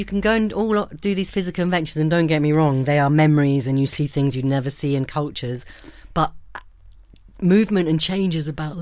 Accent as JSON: {"language": "English", "town": "Hove", "region": "South East England", "country": "United Kingdom", "tie": "born or raised there", "also_born_or_lived": "South America", "said": "Yeah. Then stayed here till I was 13 and my dad got a job in Southeast Asia."}